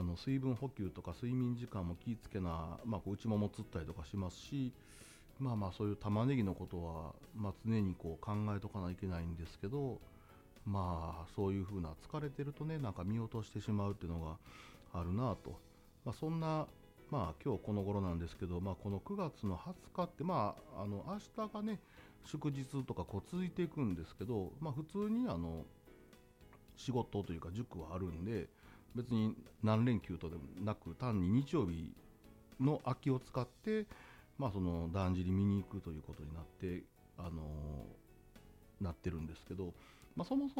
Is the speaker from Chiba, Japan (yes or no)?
no; Osaka, Japan; 私大阪出身なんで、